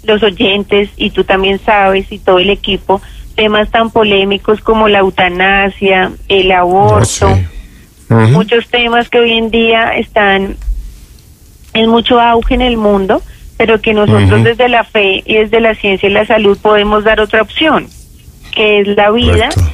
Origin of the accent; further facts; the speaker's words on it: Bogotá, Colombia; born there; yo soy una joven colombo-peruana. Mi mamá es peruana, mi papá colombiano. Nací en Bogotá. Soy una persona que nació en un hogar de mucha fe, de mucha fe en Dios, en la Virgen, un hogar católico cristiano